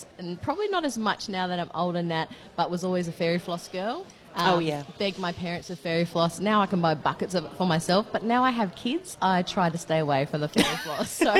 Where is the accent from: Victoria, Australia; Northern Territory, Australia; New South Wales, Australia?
Northern Territory, Australia; Katherine; My hometown of Katherine, you know, the setup's different, but there's so many elements that are the same.